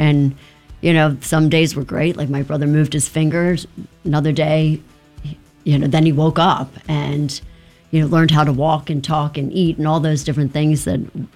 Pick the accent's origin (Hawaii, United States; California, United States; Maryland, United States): Maryland, United States; I'm from a really small town in Maryland, right outside of Frederick.